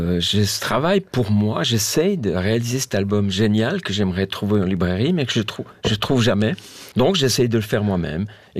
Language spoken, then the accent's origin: French; Switzerland; Je suis suisse, hein, mes débordements